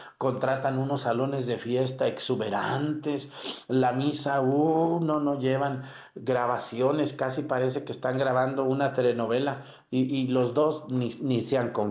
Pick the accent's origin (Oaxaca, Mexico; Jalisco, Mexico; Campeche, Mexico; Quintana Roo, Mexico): Jalisco, Mexico; Mexticacán; Cuando en mi pueblo, en Mexicacán, inauguramos la Virgen del Carmen